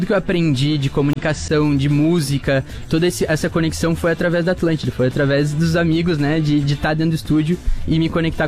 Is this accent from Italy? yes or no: no; Rio Grande do Sul, Brazil; eu sou gaúcho, eu tenho orgulho de falar, eu sou gaúcho no palco, sabe?